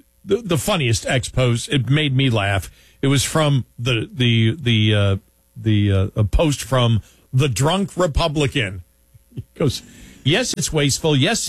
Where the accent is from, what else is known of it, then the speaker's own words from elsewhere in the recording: Buffalo, New York, United States; the weirdest thing is growing up in Buffalo and living here now.